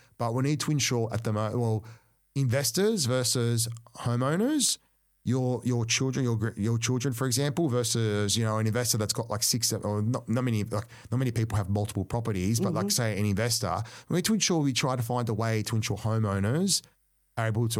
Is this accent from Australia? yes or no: yes; Cabramatta, New South Wales, Australia; I grew up poor in Cabramatta.